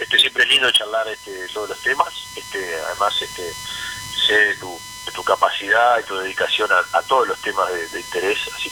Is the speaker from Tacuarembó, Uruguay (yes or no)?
no; Rocha, Uruguay; que además somos los dos ganadores, somos de Rocha.